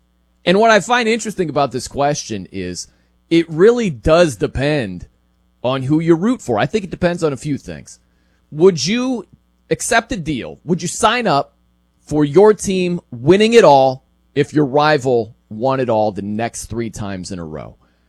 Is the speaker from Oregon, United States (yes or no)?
no; Indiana, United States; I know I grew up in Indiana.